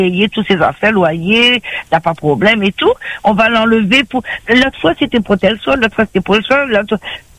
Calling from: Réunion; on est réunionnais

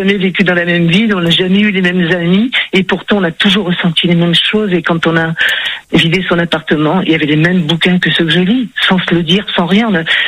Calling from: Nouvelle-Aquitaine, France; je suis de la Charente

